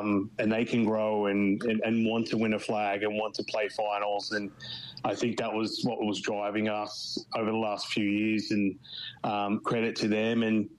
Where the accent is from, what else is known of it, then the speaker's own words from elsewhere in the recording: Melbourne, Victoria, Australia; accent: Australian; And then obviously trips back home, mate, definitely help with that. I was just down in Melbourne for Christmas in January, visiting mum and dad.